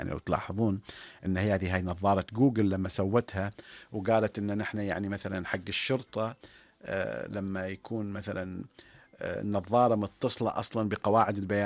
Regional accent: Oman

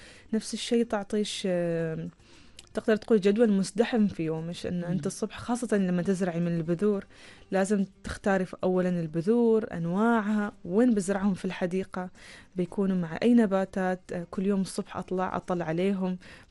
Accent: Oman; هنا عندنا في عمان.

